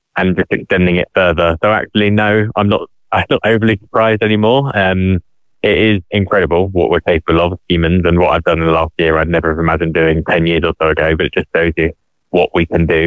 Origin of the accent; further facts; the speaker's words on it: Frinton, East of England, United Kingdom; last year I quit my job, my corporate job, to move back to Frinton, my hometown, to spend time with my mum.